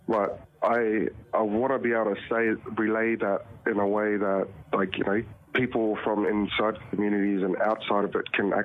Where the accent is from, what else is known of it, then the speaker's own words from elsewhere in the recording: Alice Springs, Northern Territory, Australia; also born or lived in Darwin; Well, I was born in Alice Springs. I'm Walpri. My mum's from Lajibanu and Yundamu area. And, yeah, pretty much grew up in Alice and in Darwin.